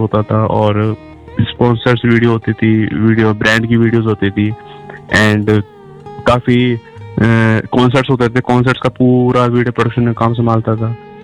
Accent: Faridabad, Haryana, India; और मैं फरीदाबाद का ही रहने वाला हूँ

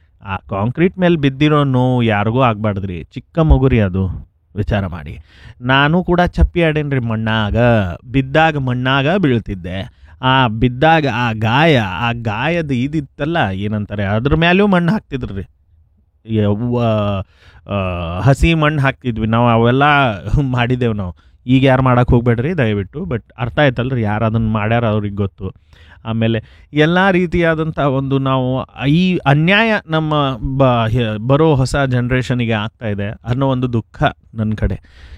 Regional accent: Belagavi, Karnataka, India; And ನಾನು ಬಾಲ್ಯದಿಂದ ನೋಡ್ತಾ ಬಂದಿದ್ದೇನೆ ನನ್ನ ಪ್ರೀತಿಯ ಬೆಳಗಾವಿ, ಕುಂದಾನಗರಿ ಬೆಳಗಾವಿ ಅಂತಿದ್ವಿ ನಾವು.

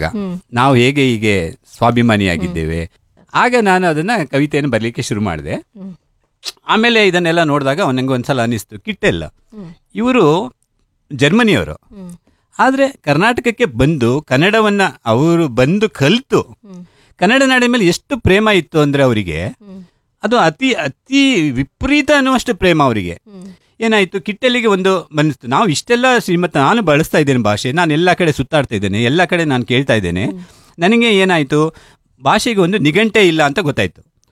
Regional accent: Sakleshpur, Karnataka, India; now in Shivamogga, India; ನಾವು ಮೂಲತಃ ಹಾಸನ ಜಿಲ್ಲೆ ಸಕಲೇಶ್ಪುರ ತಾಲೂಕಿನವರು. ಸಕಲೇಶ್ಪುರನೇ ನಮ್ಮ ಊರು. ನಾವು ಇಲ್ಲಿ ಈಗ ಶಿವಮೊಗ್ಗದಲ್ಲಿ ಆಲ್ಕೊಳದಲ್ಲಿ ಸ್ವಂತ ಮನೆ ಮಾಡಿಕೊಂಡು ಇಲ್ಲೇ ಸೆಟ್ಲ್ ಆಗಿರ್ತೇವೆ.

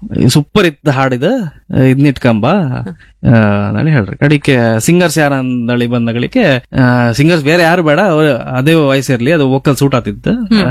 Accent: Kundapura, Karnataka, India

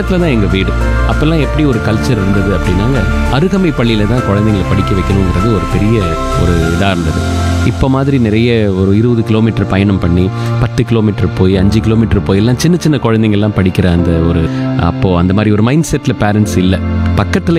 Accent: Salem, Tamil Nadu, India; சேலம் தான் என்னுடைய சொந்த ஊர். நான் இங்கே தான் பிறந்தேன், இங்கே தான் வளர்ந்தேன், இங்கே தான் படித்தேன்.

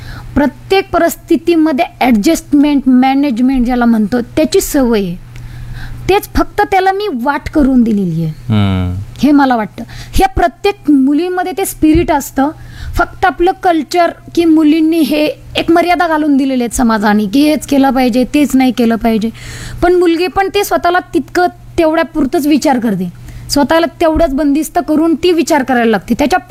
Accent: Osmanabad district, Maharashtra, India; मी मराठवाड्याची हे वाक्य सांगत असते की मी मराठवाड्यातली आहे, उस्मानाबाद जिल्ह्यातली आहे, धाराशिव जिल्ह्यातील आहे.

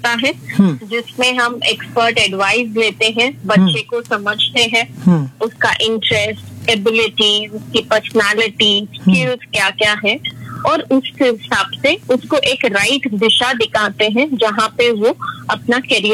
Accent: Mumbai, Maharashtra, India; मैं अमची मुंबई से हूँ।

